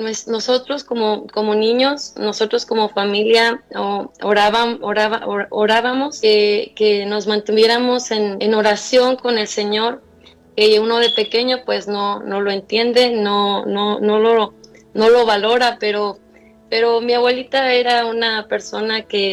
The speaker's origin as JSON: {"language": "Spanish", "region": "Mexico City", "country": "Mexico", "tie": "born or raised there", "moved": "yes", "lives_now": "Houston, United States", "said": "de aquí de Houston, Texas. Vivo aquí, pero soy de México, Distrito Federal, Iztapalapa para ser exactos. Mi papá es de un estado de México, mi mamá es de Iztapalapa, Ciudad de México."}